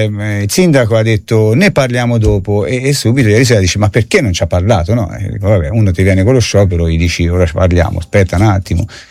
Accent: Rigutino, Tuscany, Italy; also born or lived in Arezzo; io vengo da Rigutino, non vengo da Arezzo, capito? Io sono un rapo di Chiana, come ci chiamavate una volta, quindi...

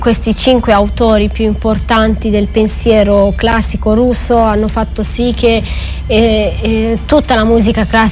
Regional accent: Romania; now in Italy; È dalla parte ovest del mio paese.

